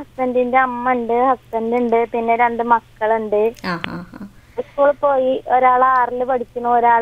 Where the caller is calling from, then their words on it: Vandoor, Kerala, India; ആ ഇത് വണ്ടൂര് നടുവത്ത്, മലപ്പുറം ജില്ലയില്.